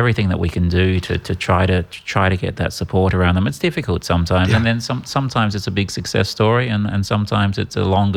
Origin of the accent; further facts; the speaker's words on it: Perth, Western Australia, Australia; moved away; I'm from Perth, Australia. Ah, I've been here about 26 years now.